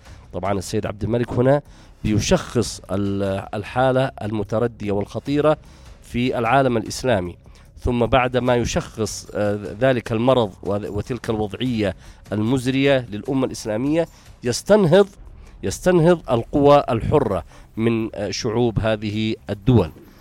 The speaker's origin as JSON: {"language": "Arabic", "country": "Yemen", "said": "بلادنا اليمن."}